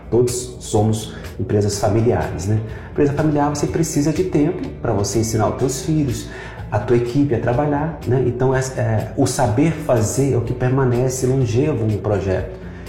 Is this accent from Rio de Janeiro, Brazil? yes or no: no; Catalão, Goiás, Brazil; born there; now in Brasília, Brazil; Eu nasci em Catalão, Goiás.